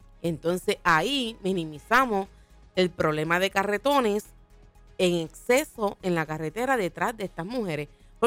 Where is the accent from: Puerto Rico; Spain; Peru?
Puerto Rico; Fajardo; yo soy de Fajardo. O sea, Fajardo viene siendo la esquina, ¿sabes? La esquina quizás.